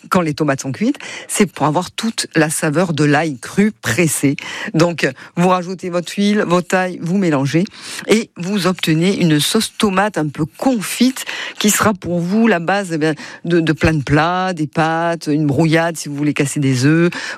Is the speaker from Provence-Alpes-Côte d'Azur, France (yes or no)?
yes; Provence-Alpes-Côte d'Azur, France; la tomate allongée qu'on appelle chez nous en Provence, la pendelote.